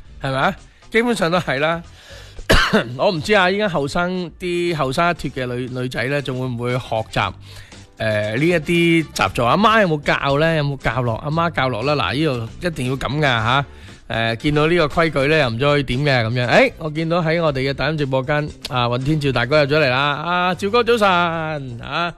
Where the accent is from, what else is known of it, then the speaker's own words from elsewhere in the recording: Shunde, Guangdong, China; accent: Shunde dialect; 我哋八零后顺德方言叫阿忍